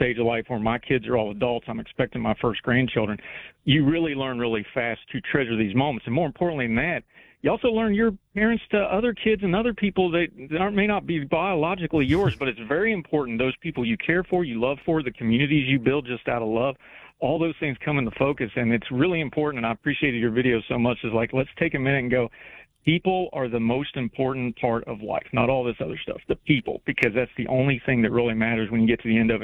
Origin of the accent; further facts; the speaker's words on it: Summersville, West Virginia, United States; In my hometown of Somersville